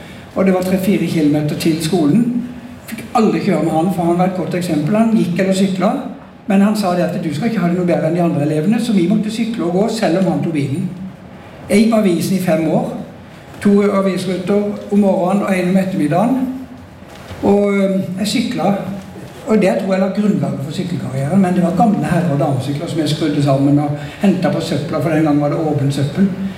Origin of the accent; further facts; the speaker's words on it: Grimstad, Agder, Norway; Så de flyttet til Grimstad når han skulle begynne sin første jobb. Da var hun allerede gravid. Og jeg ble født når vi flyttet dit. Og der bodde vi på den skolen, en framhaldsskole, i de første 17 år av mitt liv.